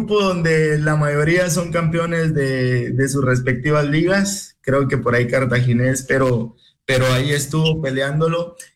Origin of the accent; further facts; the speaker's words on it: Guatemala; moved away; porque sabemos muy bien de que somos guatemaltecos